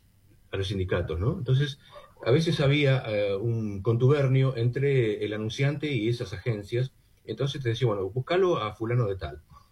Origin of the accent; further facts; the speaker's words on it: Patagonia, Argentina; moved away as an adult; also born or lived in Buenos Aires; now in Mar del Plata, Argentina; yo en la Patagonia, soy patagónico